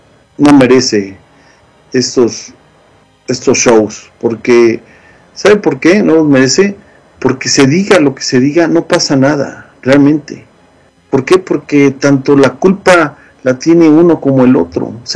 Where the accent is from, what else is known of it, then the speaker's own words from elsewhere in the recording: Mexico; moved away; Yo pues menciono México porque soy mexicano.